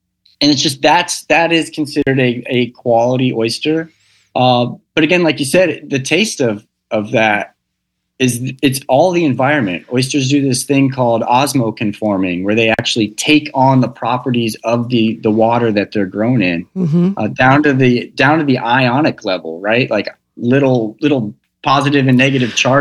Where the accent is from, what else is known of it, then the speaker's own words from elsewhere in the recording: Texas, United States; moved away; I grew up in Texas, so I'm a big like space junkie